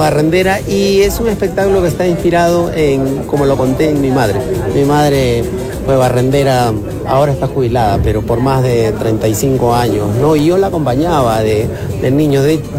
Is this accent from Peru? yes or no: yes; Peru; todo lo que nos puede unir como peruanos